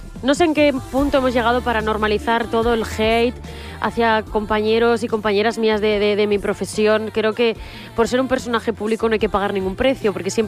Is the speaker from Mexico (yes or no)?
no; Zaragoza, Aragon, Spain; Yo ahora paso mucho tiempo fuera de mi ciudad, estoy súper poco, menos de lo que me gustaría. Entonces es lo que más añoro, lo que más echo de menos, mi barrio, mi tierra, Zaragoza